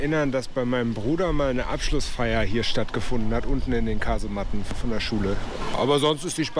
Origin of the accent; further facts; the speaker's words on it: Bielefeld, North Rhine-Westphalia, Germany; now in Berlin, Germany; Gebürtig ja, aber ich bin jetzt aus Berlin zu Besuch.